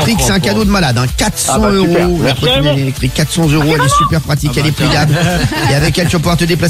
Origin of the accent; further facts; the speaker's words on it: Tunisia; Non, je suis pas, parce que je suis tunisien que je kiffe le couscous.